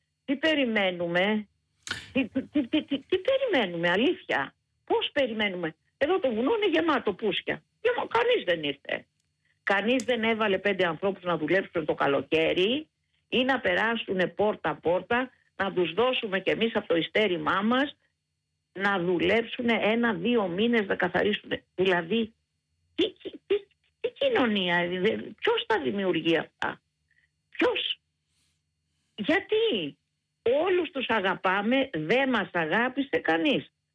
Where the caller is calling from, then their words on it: Greece; Είμαστε Έλληνες πολιτές.